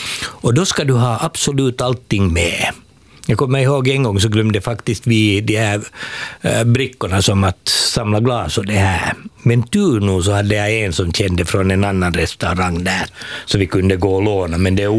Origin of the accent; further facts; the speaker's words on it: Ostrobothnia, Finland; moved away; det här hemma som jag är från Österbotten